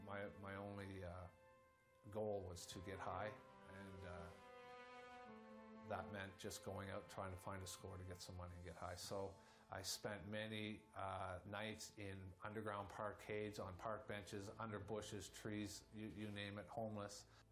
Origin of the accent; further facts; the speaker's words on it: Saint John, New Brunswick, Canada; I grew up in St. John, New Brunswick, into it's a relatively normal, typical home.